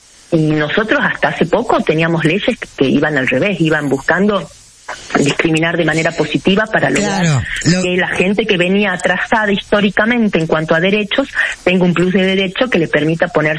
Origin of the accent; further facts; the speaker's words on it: Argentina; born there; yo soy argenta de la cuna hasta el cajón. Nunca me he sentido más argentina que ahora.